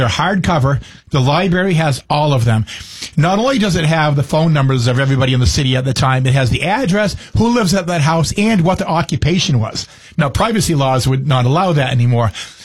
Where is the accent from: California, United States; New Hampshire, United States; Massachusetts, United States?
New Hampshire, United States; Keene; And I look at it as I was born and raised in Keene.